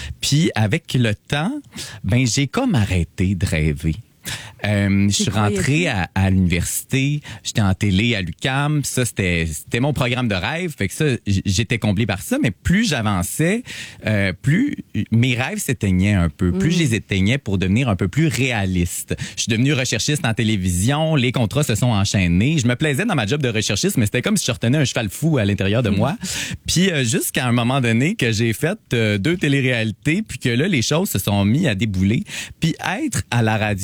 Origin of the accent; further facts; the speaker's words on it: Lac-Saint-Jean, Quebec, Canada; quand j'étais petit au Lac-Saint-Jean